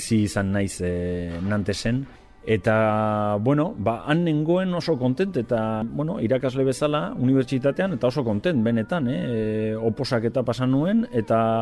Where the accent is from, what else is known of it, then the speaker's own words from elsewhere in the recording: San Sebastián, Basque Country, Spain; Euskal Herria asko imataitzen dut, eta nire herria da, eta Donostia da nire hiria